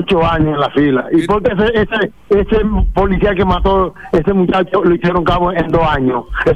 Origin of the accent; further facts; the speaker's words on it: Neiva, Huila, Colombia; era de Neiva, nacido y criado ya en Neiva, para que usted sepa eso.